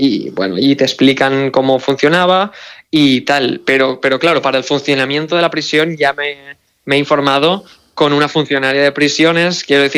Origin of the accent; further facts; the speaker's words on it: Tavernes de la Valldigna, Valencian Community, Spain; mi pueblo natal, en Tabernas de la Valldigna, que es un pueblo de Valencia